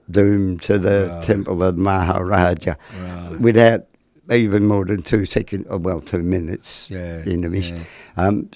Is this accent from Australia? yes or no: yes; Mount Barker, South Australia, Australia; born there; When I was born in Mount Barker Hospital in South Australia.